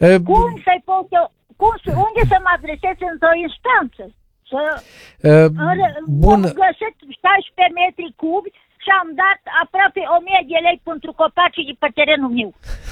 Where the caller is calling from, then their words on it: Cluj County, Romania; De la Cluj, într-un sat de lângă Cluj.